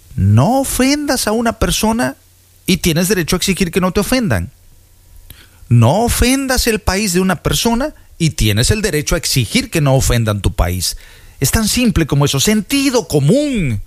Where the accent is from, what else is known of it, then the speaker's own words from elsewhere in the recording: Veracruz, Mexico; soy de oro, soy jarocho.